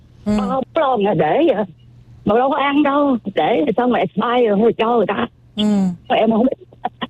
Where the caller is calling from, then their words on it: United States; Mình ở Mỹ